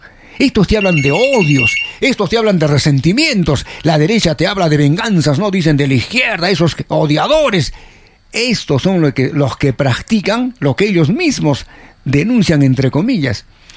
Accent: Peru

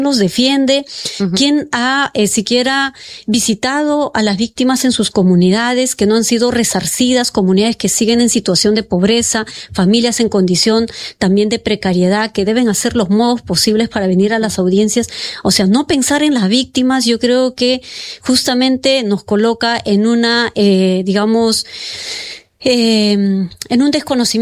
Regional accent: Cayara, Ayacucho, Peru; el caso Cayara, que es el de mi pueblo

